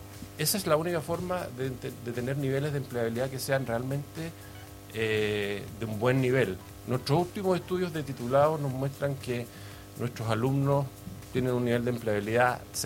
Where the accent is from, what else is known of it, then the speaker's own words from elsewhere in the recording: Coronel, Biobío, Chile; soy nacido y criado en Coronel